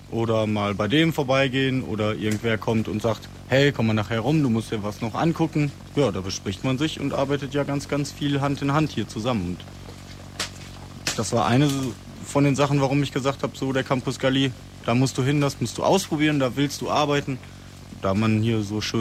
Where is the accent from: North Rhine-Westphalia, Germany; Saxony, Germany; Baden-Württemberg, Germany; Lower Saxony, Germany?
North Rhine-Westphalia, Germany; ich komme aus dem Ruhrgebiet hierher.